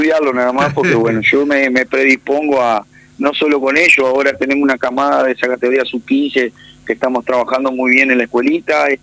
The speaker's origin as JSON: {"language": "Spanish", "town": "Río Branco", "region": "Cerro Largo", "country": "Uruguay"}